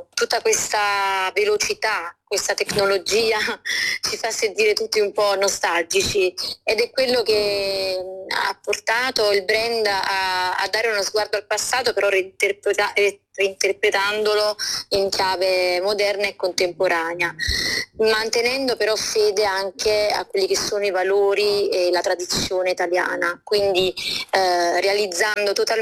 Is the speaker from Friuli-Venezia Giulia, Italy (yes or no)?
no; Campania, Italy; io sono campana